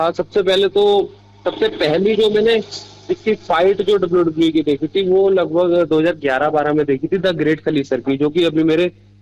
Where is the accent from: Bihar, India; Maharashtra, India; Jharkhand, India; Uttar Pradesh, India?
Uttar Pradesh, India; Bareilly; और मैं बरेली का रहने वाला हूँ।